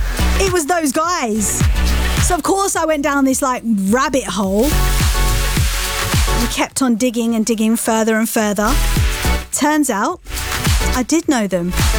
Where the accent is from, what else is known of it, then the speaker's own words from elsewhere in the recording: London, United Kingdom; I was coming into work here in Birmingham, and I'm actually from London.